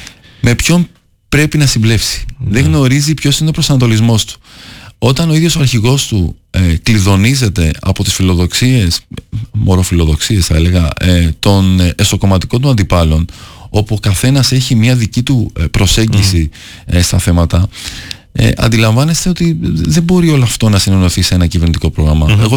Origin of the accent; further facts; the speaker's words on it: Athens, Attica, Greece; Στην Αθήνα γεννήθηκα. Οι γονείς μου και δύο είναι από την Καβάλα. Ήρθαν πρόσφυγες, όπως καταλαβαίνετε από το επίθετο … Ήρθαν πρόσφυγες, μικρά παιδιά στην Αθήνα. Ναι. Μεγαλώσαμε στην Αθήνα. Αγαπάω πάρα πολύ τον τόπο μου στην Καβάλα.